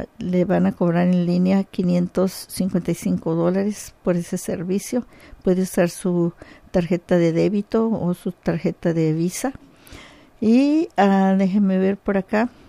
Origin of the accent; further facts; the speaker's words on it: Porterville, California, United States; Porterville, California, 93257. Mi pueblo donde crecí yo.